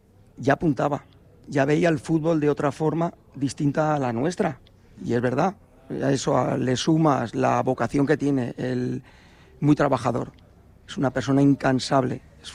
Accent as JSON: {"language": "Spanish", "town": "Cheste", "region": "Valencian Community", "country": "Spain", "said": "somos de Cheste, las familias nos conocemos mucho"}